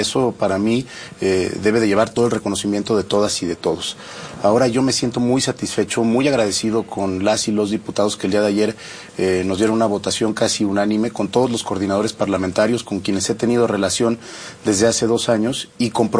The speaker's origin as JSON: {"language": "Spanish", "region": "Oaxaca", "country": "Mexico", "said": "somos de Oaxaca. Oaxaqueño. Yo soy oaxaqueño, mi padre oaxaqueño, mi abuelo oaxaqueño"}